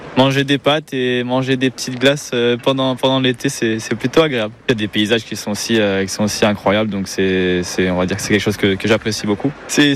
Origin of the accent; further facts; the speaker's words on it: Réunion; Ça me rappelle aussi là d'où je viens, l'île de la Réunion, donc c'est plutôt sympa.